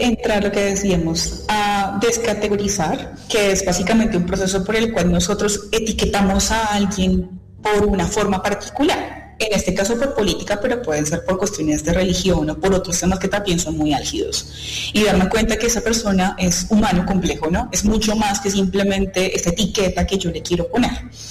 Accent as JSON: {"language": "Spanish", "country": "Colombia", "said": "también hay que entender que somos de Colombias distintas, de momentos históricos distintos, de realidades sociales diferentes"}